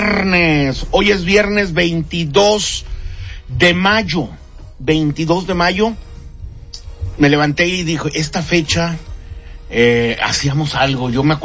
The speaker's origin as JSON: {"language": "Spanish", "town": "Monterrey", "region": "Nuevo León", "country": "Mexico", "said": "yo soy de Monterrey."}